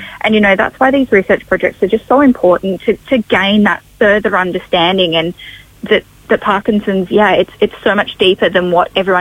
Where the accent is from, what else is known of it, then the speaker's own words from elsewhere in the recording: Tasmania, Australia; moved away; also born or lived in United Kingdom; I'm from Tassie originally. And when she passed, I was actually living overseas in the UK.